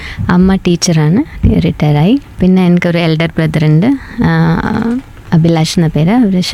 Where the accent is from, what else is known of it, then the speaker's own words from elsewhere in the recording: Kannur, Kerala, India; moved away as an adult; now in Australia; കണ്ണൂർ. തന്നെ കണ്ണൂർ പെരളശ്ശേരിക്കടുത്ത് വെള്ളച്ചാൽ എന്ന് പറഞ്ഞു.